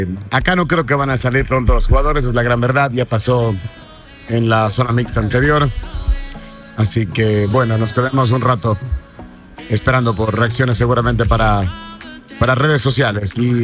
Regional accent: Cuenca, Azuay, Ecuador; Somos salados los de Cuenca, ¿no?

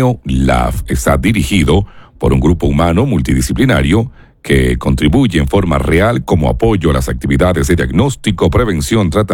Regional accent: Cuenca, Azuay, Ecuador; o como buenos cuencanos, un buen morocho, un chocolate a esta hora

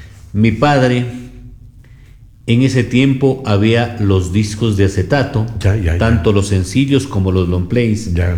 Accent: Gonzanamá, Loja, Ecuador; now in Loja, Ecuador; Gonzanamá. Ahí vive aún mi mamacita. Vivimos con toda mi familia, pues hasta que yo tuve 12 años y vine a estudiar en Loja. Y desde el 1981 vivo aquí en Loja, así que vivo ya 45 años aquí en Loja

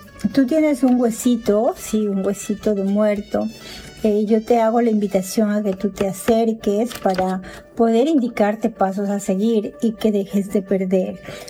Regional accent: Ecuador; Sí, yo soy ecuatoriana, la bandera de mi bello país, el Ecuador, está fuera de mi casa

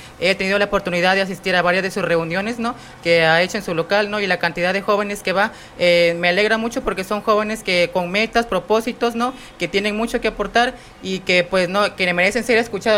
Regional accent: Tucumán, Argentina; Lo que nosotros necesitamos como jóvenes hoy en día, como tucumanos, y merecemos ser escuchados, ¿no?

